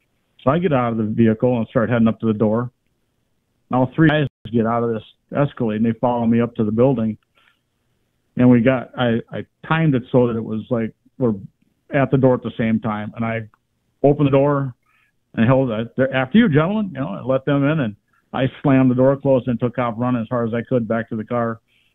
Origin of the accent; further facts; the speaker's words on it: Rockford, Illinois, United States; I'm from Rockford, Illinois, and I've still got family there.